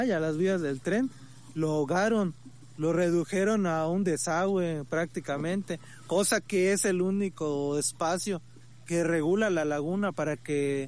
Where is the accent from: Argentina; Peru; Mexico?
Mexico; Bacalar, Quintana Roo; la gente que somos de Bacalar.